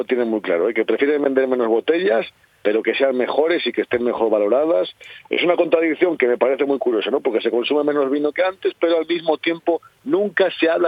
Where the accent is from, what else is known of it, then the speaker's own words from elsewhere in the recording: Toro, Castile and León, Spain; la de mi pueblo, la de Toro.